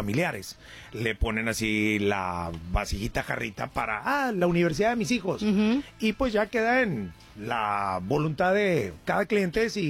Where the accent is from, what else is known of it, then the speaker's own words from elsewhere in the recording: Monterrey, Nuevo León, Mexico; Yo soy de Monterrey